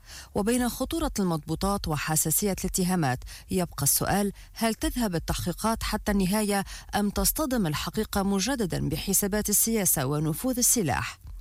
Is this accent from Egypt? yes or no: no; Lebanon; كلبنانيين